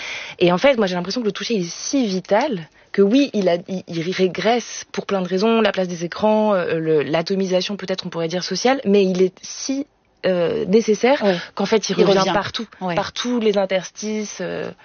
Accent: Grand Est, France; dans ma famille, on ne l'est pas du tout. On vient de Lorraine.

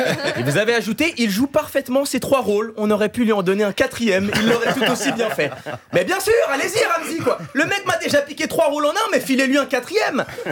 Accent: Switzerland; Mais je suis suisse. Non, ma mère est brésilienne, et du coup c'est un prénom, c'est plus du côté brésilien.

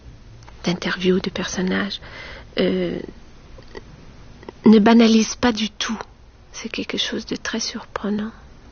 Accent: North Rhine-Westphalia, Germany; French is a second language; moved away; also born or lived in Düsseldorf / Paris; J'ai grandi dans la Rhénanie du Nord-Westphalie, près de Münster. C'est à mi-chemin entre Hambourg et Cologne. C'est là que je suis allée à l'école. Ensuite, j'ai fait mes études à Düsseldorf et en partie à Paris

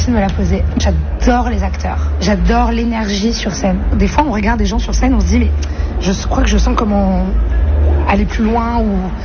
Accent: Nice, Provence-Alpes-Côte d'Azur, France; Je suis née à Nice. J'ai grandi à Nice jusqu'à mes 18 ans quasiment.

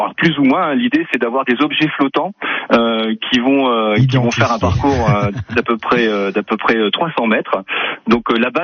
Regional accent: Corbie, Hauts-de-France, France; Et puis du coup on a fait exactement la même chez nous à Corbie

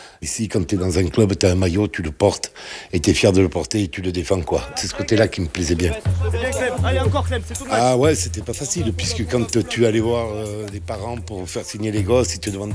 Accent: Grenade, Occitanie, France; accent: Grenade-sur-Garonne; now in Saint-Malo, France; Alors mon accent, non, il n'est pas tout à fait de Saint-Malo, il est d'un côté aussi sympa, qui s'appelle Grenade sur Garonne

